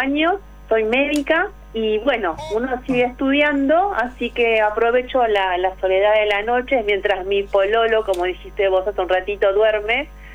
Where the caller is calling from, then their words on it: Avellaneda, Buenos Aires Province, Argentina; Soy de Avellaneda.